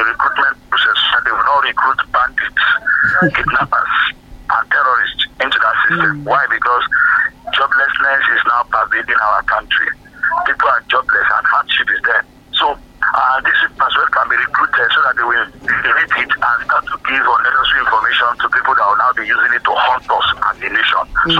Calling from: Nigeria; for us as a Nigerian.

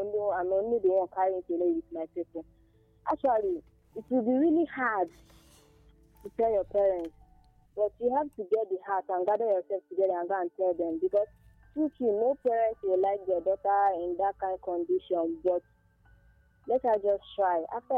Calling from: Nigeria; I'm calling from Abuja in Kano West.

